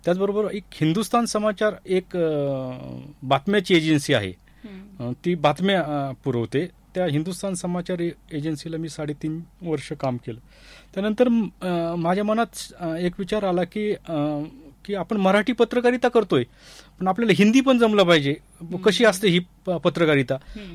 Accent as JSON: {"language": "Marathi", "town": "Koradgaon", "region": "Maharashtra", "country": "India", "tie": "born or raised there", "also_born_or_lived": "Nashik / Nagpur", "moved": "yes", "said": "मी मूळ अहमदनगर जिल्ह्यातला पाथर्डी तालुक्यातील कोरडगाव हे माझं गाव, प्रामुख्याने दुष्काळी पट्ट्यातील ते गाव आहे आणि थोडस शेतीच्या संबंधित लोक आहेत तिथे, जास्त शेतकरी वर्ग"}